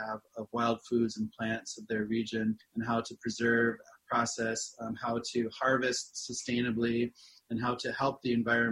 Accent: Pine Ridge Reservation, South Dakota, United States; You know, from my own experience growing up on Pine Ridge Reservation, which has been the poorest community in the United States ever since its inception

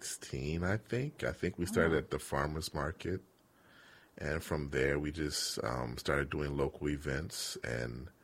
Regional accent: Michigan, United States; I'm originally from Michigan, so going to Detroit is always a favorite of mine.

